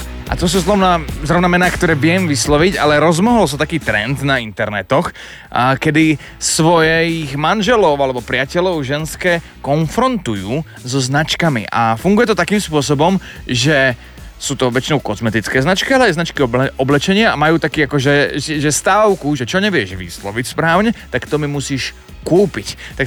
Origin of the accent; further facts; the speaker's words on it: Prievidza, Trenčín Region, Slovakia; ja som z inej vrstvy, viete, ja som z Prievidze.